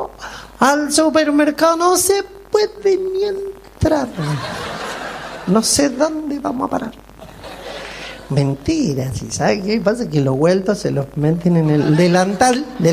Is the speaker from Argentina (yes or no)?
yes; Maipú, Mendoza, Argentina; born there; Yo nací en Mendoza, en Maipú. Maipú, nací en... hace mucho.